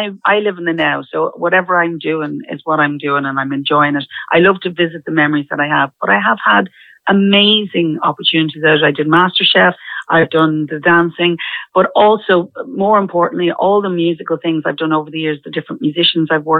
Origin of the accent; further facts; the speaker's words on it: Dublin, Leinster, Ireland; born there; I was born in the Coombe, so technically I'm a local.